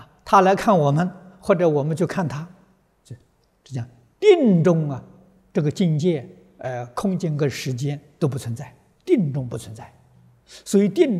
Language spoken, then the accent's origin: Chinese; China; also born or lived in United States; now in Australia; 我们从中国移民到美国，这就是换一个身体还可以换个身份。我们中国的国籍不要了，就拿一个美国的国籍，就换一个身份了。